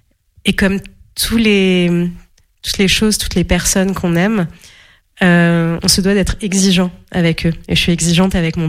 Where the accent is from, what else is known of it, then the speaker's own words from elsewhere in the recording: Morocco; now in France; quant au Maroc, effectivement, j'habite en France maintenant. Je retourne au Maroc très régulièrement, puisque toute ma famille vit au Maroc, mes parents, enfin, toute ma famille proche.